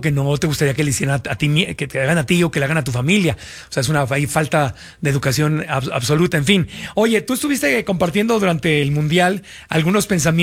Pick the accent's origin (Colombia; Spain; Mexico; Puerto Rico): Mexico; los mexicanos somos muy buenos para reírnos de nosotros mismos.